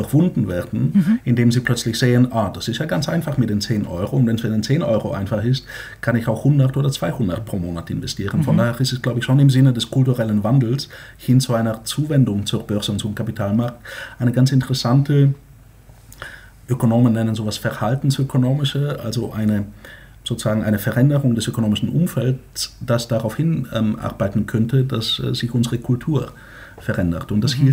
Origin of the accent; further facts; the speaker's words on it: Bulgaria; now in Germany; Übrigens wie in meiner Heimat Bulgarien, da ähnelt sich Sachsen